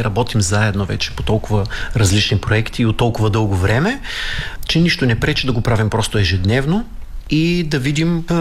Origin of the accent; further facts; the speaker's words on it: Dimitrovgrad, Haskovo Province, Bulgaria; also born or lived in Varna; Аз съм родом от Димитровград. Да, и като тракиец по кръв и по родно място, всъщност към Добруджа ме отвя един вятър, аз станах студент във Варна първо